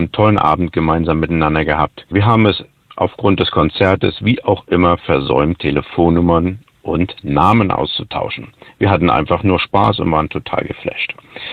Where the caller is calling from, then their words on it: Hamburg, Germany; ich komme aus Hamburg